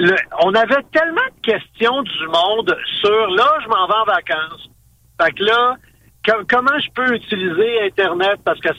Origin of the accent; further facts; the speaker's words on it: Montreal, Quebec, Canada; Et ma famille vient de l'Abitibi du Témiscamingue. J'ai été élevé à Montréal, là